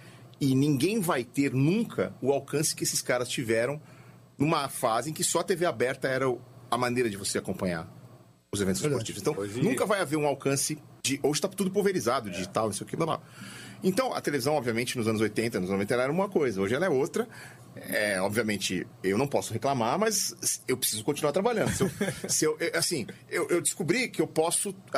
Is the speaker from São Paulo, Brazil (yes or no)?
yes; São Paulo, Brazil; Não, eu sou de São Paulo.